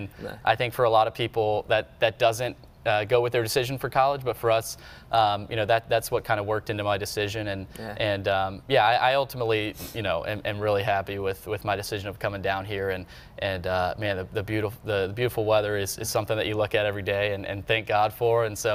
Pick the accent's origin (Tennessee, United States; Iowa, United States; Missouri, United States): Tennessee, United States; Nashville; moved away as an adult; now in Ave Maria, United States; I'm originally from Nashville, and you know, you're probably surprised to see me down here.